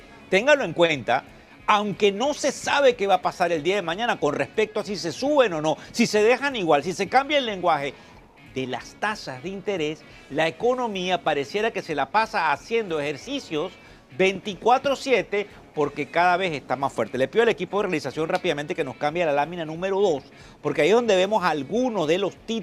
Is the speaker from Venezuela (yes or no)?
yes; Venezuela; Como ustedes saben, yo soy el venezolano de la Tribuna de Negocios Televisión.